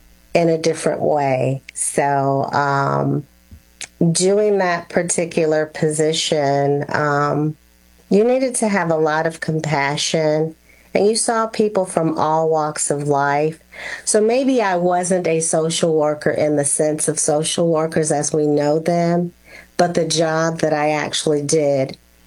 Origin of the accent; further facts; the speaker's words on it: New York, United States; born there; Well, I was born in the great state of New York.